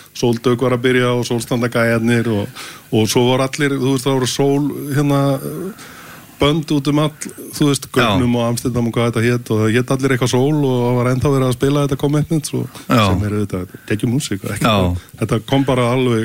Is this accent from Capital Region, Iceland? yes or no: no; Selfoss, Southern Region, Iceland; Við erum bara strákað frá Selfossi